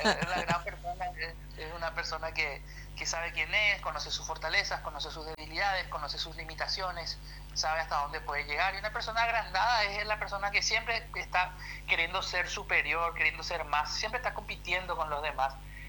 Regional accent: Paraguay; nosotros como paraguayos somos muy de la cultura del sí

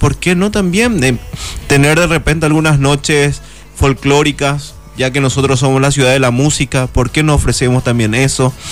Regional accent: Luque, Central, Paraguay

